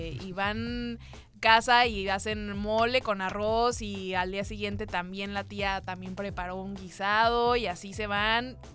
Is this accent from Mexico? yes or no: yes; Mexico; Soy una mexicana antigua.